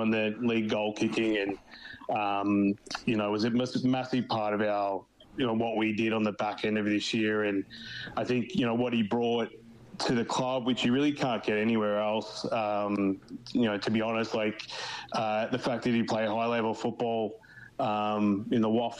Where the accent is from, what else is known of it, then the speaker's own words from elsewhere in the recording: Melbourne, Victoria, Australia; accent: Australian; moved away; a bit of the Aussie culture keeps me, keeps my accent safe. And then obviously trips back home, mate, definitely help with that. I was just down in Melbourne, for Christmas, in January, visiting mum and dad.